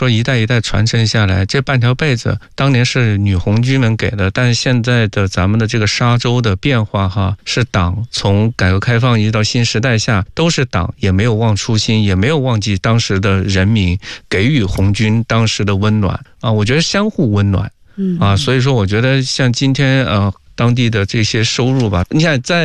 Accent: Guizhou, China; 因为我老家贵州的嘛

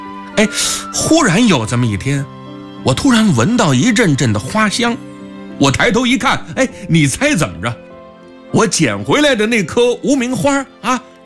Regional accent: Feicheng, Shandong, China; 这个肥城就是我老家啊。

